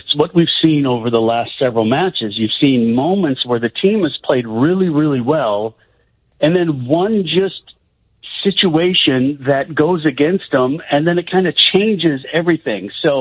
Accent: United States; as an American, former international

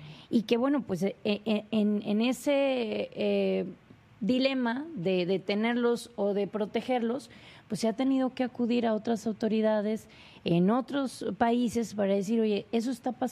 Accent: Coahuila, Mexico; Pero también hay que abrir los ojos como mexicanos, como coahuilenses, y darnos cuenta donde llega la línea de lo indefendible.

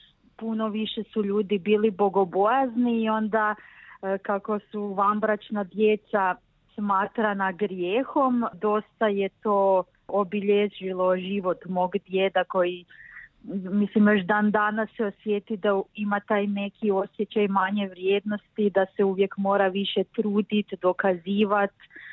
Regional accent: Podravina, Croatia; born or raised there

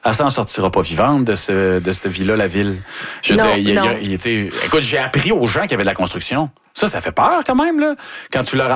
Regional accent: La Baie, Quebec, Canada; Effectivement, je viens de Ville-de-la-Baie. Ville-de-la-Baie, à part l'eau, j'ai l'impression que ça va très, très bien.

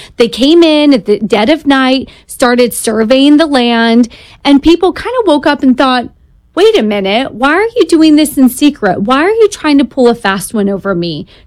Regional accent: California, United States; And I'm from California.

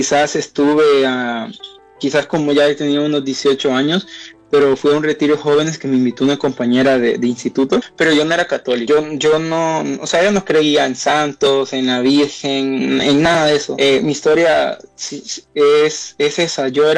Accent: El Salvador; soy un joven del Salvador, tengo 27 años

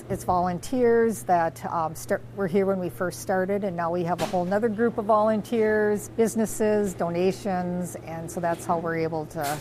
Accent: Fargo, North Dakota, United States; and I'm from Fargo

